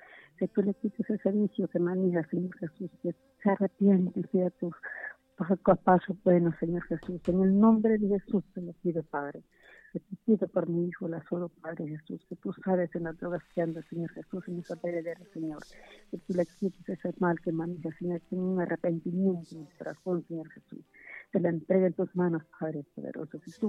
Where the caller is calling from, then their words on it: San Rafael, Lempira, Honduras; San Pedrito, San Rafael, Lempira.